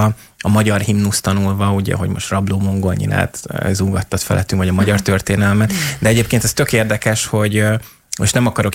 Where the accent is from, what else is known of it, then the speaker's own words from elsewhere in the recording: Hungary; born there; now in Budapest, Hungary; ha én vagy én Magyarországon élek, akkor én vagyok a mongol gyerek.